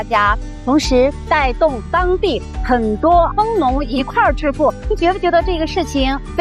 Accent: Xinjiang, China; also born or lived in Beijing; 欢迎大家来到大美新疆，来到我们家乡。

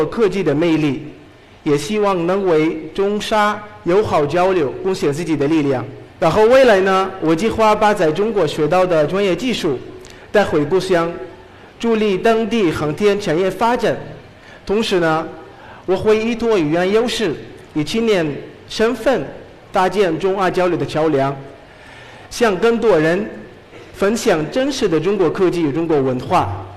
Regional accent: Saudi Arabia; Chinese is a second language; also born or lived in Chad; now in Chengdu, China; 来自乍得共和国。我从小呢在沙特阿拉伯出生长大的。目前在电子科技大学攻读航空航天工程专业

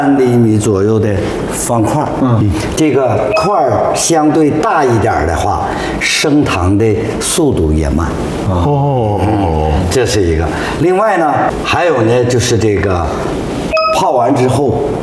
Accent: Heilongjiang, China; 这个南瓜呢，在我们东北，在我们黑龙江叫倭瓜。

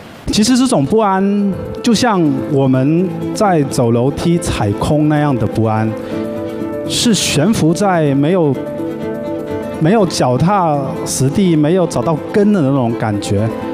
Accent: Xiamen, Fujian, China; also born or lived in Quanzhou; 其实我是出生在泉州的山区农村。4岁那一年呢，我父亲把我带到了厦门。那我的童年呢，就在泉州跟厦门两个城市穿梭。

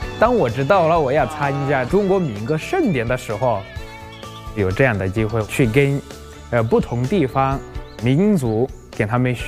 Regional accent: Rwanda; Chinese is a second language; moved away as an adult; now in China; 今年23岁，我来自千秋之国卢旺达。

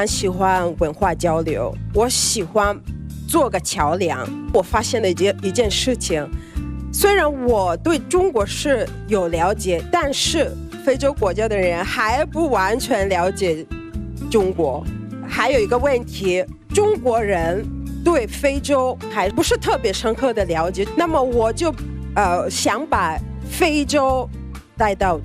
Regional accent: Kenya; Chinese is a second language; now in China; 大家好，我是来自肯尼亚的

